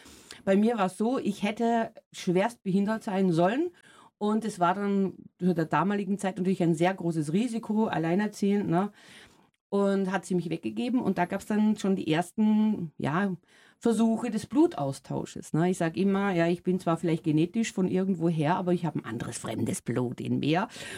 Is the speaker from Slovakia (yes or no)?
no; Austria; born or raised there; now in Germany